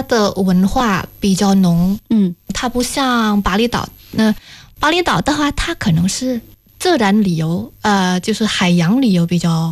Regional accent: Yogyakarta, Special Region of Yogyakarta, Indonesia; moved away as an adult; 我爸爸是在印尼出生的，对，我也是在印尼出生。

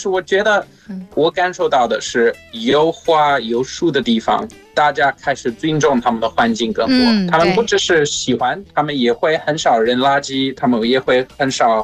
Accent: South Africa; Chinese is a second language; now in Nantong, China; 我们在南非长大，

